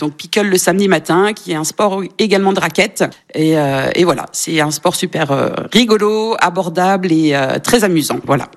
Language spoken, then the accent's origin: French; Grand Est, France; moved away as an adult; now in Ardentes, France; Je viens des Vosges à l'origine et je suis arrivée du côté de l'Indre il y a une petite vingtaine d'années.